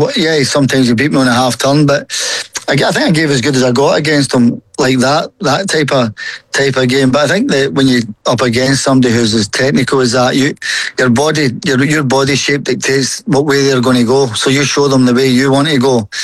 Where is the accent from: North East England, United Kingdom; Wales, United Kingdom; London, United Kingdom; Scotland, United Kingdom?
Scotland, United Kingdom; being Scottish